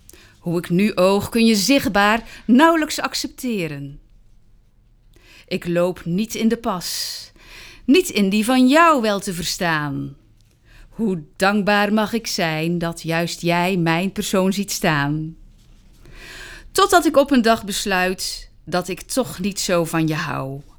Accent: Amsterdam, North Holland, Netherlands; Ik kom uit Amsterdam.

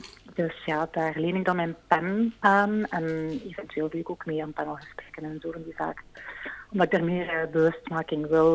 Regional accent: Belgium; born there; Ik ben Chinees, Indonesische, Belgische. Ik ben geboren in België. Mijn vader is afkomstig uit Indonesië, maar heeft Chinese roots. De hele familie is eigenlijk Chinees, maar al begin van de jaren 1900 eigenlijk naar Indonesië gemigreerd.

